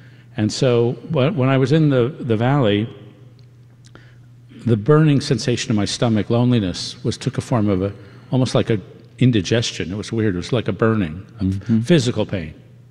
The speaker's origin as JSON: {"language": "English", "town": "New York City", "region": "New York", "country": "United States", "tie": "born or raised there", "said": "I grew up in New York City, as I mentioned, and I a very strong Jewish family, celebrated high holidays"}